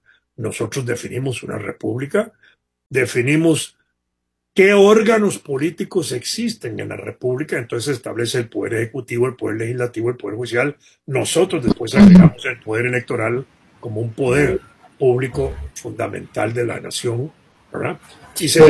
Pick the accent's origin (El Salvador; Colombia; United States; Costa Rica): Costa Rica